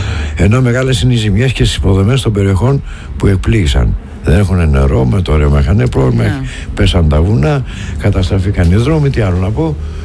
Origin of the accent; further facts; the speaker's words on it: Macedonia, Greece; ενώ είμαι Μακεδόνας, είμαι από την άλλη μεριά τελείως.